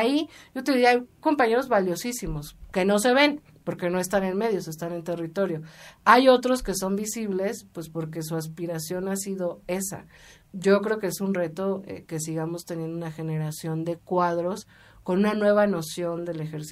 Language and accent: Spanish; Mexico City, Mexico; la Agrícola Oriental, que es de donde yo soy, en Iztacalco